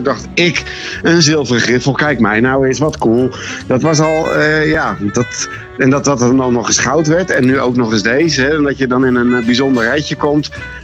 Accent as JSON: {"language": "Dutch", "region": "Randstad", "country": "Netherlands", "lives_now": "Emmen, Netherlands", "said": "Ik kom uit de Randstad en toen mijn dochter 1 jaar was, hadden ze zoiets van, ja, we willen hier weg, we willen toch dat zij anders opgroeit. En toen vonden we een mooi huis in Emmen."}